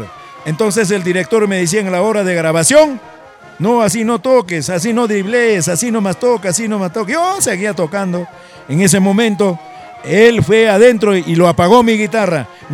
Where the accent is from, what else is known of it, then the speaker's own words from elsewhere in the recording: Peru; now in Lima, Peru; yo les cuento un poco de mi tierra de Collahuasi. Yo cuando llegué a Lima